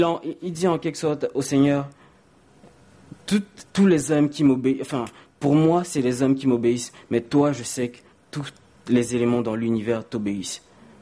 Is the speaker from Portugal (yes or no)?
no; Cameroon; now in France; je suis camerounais.